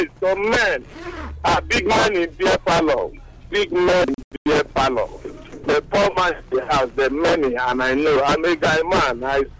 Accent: Kogi, Nigeria; So, I'm from Igala in Kogi State, in Baji precise.

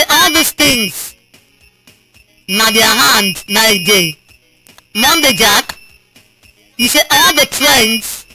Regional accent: Nigeria; Why I come from Nigeria?

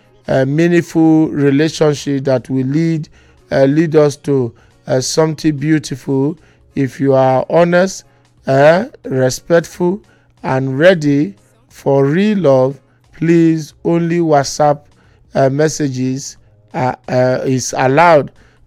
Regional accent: Akwa Ibom, Nigeria; from Akwa Ibom State. Currently based in River State, I am 28 years old, short in height, brown skin

